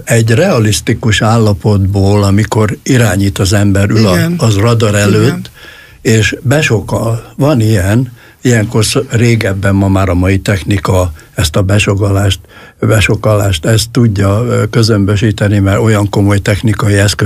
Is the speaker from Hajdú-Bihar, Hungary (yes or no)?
no; Zala, Hungary; Igen, én faluhelyen nevelkedtem, mert bennünket kiraktak annak idején az illetékesek. Hortobágyon már nem volt hely, úgyhogy Göcsejbe, egy kis zsákfaluba, erdő szélére